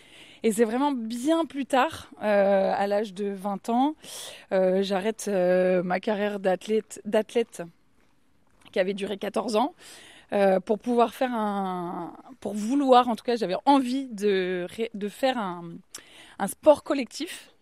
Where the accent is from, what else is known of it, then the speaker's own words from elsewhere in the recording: Le Vieux-Marché, Brittany, France; C'est vrai qu'ici, j'ai pas passé toute ma vie, parce que j'ai grandi au Vieux Marché, mais on passait tous les étés ici dans cette maison